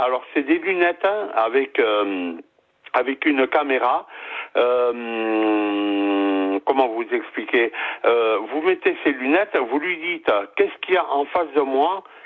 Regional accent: Nouvelle-Aquitaine, France; now in Bordeaux, France; ça fait 21 ans que j'habite à Bordeaux, mais je suis originaire du Béarn, à côté de Pau.

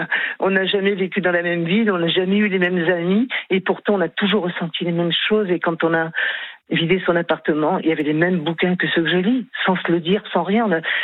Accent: Nouvelle-Aquitaine, France; D'ailleurs, je suis de la Charente et c'était dans une petite ville où il y a un hôpital de soins palliatifs qui a été créé il y a très longtemps.

